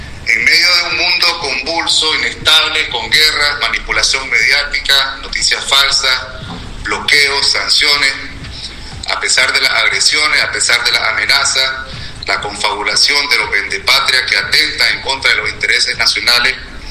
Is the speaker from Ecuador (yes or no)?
no; Nicaragua